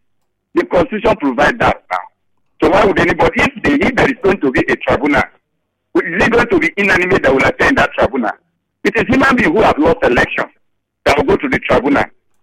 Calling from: Erema, Rivers, Nigeria; I'm calling from Erema community.

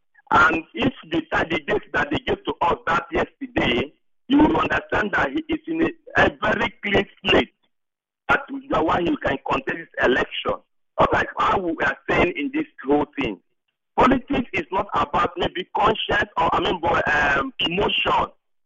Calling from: Rivers, Nigeria; I'm from Tei from Onumokuta.

